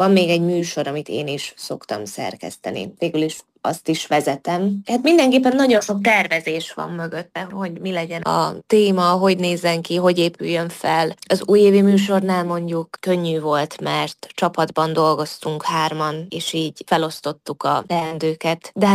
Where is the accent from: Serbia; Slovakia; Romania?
Serbia; Vojvodina; accent: Vojvodina Hungarian (closed e / középzárt e); én nem szégyellem egyáltalán, hogy én vajdasági vagyok